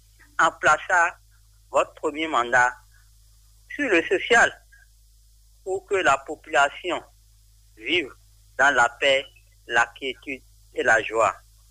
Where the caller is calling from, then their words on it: Porto-Novo, Ouémé, Benin; je suis depuis Porte Nouveau.